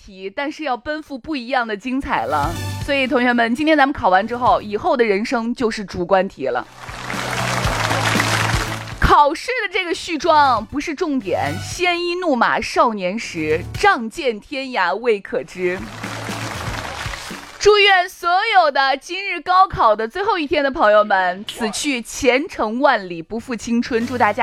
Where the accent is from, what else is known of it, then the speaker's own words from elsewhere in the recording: Shaanxi, China; 陕西的童谣唱出我们陕西人那股劲儿